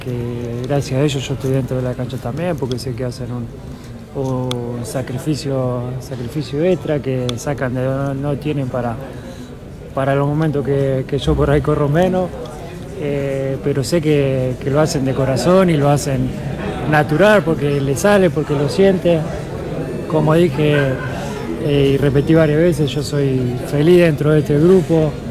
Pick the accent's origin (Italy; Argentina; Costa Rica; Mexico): Argentina; lo que es, lo que somos como argentinos, lo que yo quiero dar, y nada, muy feliz.